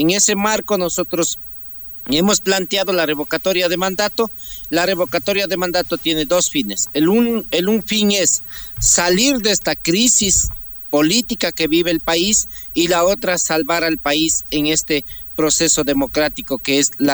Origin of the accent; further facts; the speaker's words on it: Ecuador; desde la comuna de Perapán, de donde soy yo.